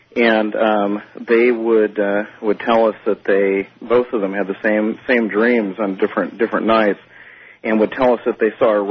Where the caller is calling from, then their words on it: Sacramento, California, United States; from Sacramento.